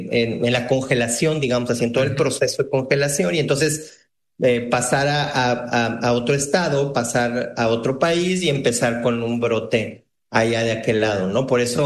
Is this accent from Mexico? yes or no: yes; Mexico; si vengo de México y estoy pasando esto, pues no lo estoy pasando ni de contrabando, o sea, estoy pasándolo aquí en mi país.